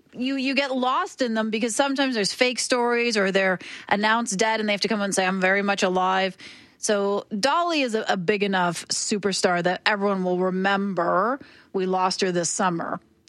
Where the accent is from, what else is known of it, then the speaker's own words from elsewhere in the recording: Alberta, Canada; As a Canadian and an Albertan.